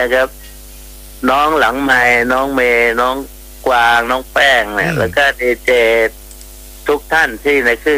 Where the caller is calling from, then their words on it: Maha Sarakham, Thailand